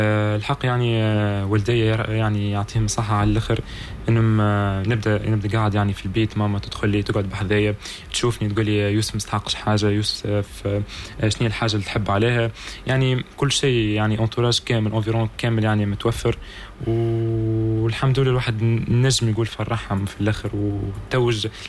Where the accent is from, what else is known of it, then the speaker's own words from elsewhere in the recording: Gafsa, Gafsa Governorate, Tunisia; منطقتي قفصه اللي يعني الواحد ينتمي لها